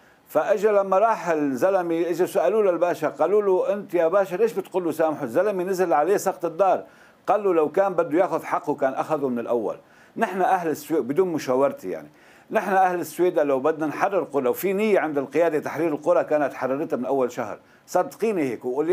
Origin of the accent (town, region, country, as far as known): As-Suwayda Governorate, Syria